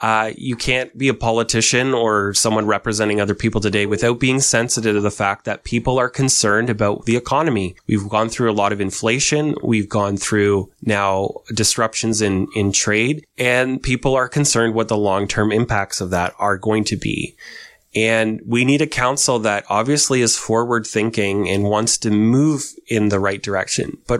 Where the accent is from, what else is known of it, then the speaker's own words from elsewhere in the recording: Kenilworth, Ontario, Canada; this is a community that I grew up in Kenilworth, or going to Kenilworth Public School, and Ward 3 really is my old bus route.